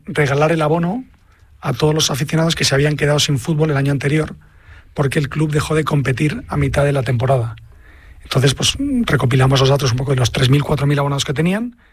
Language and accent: Spanish; Madrid, Community of Madrid, Spain; Yo soy de Madrid, pero mi padre era de Badajoz.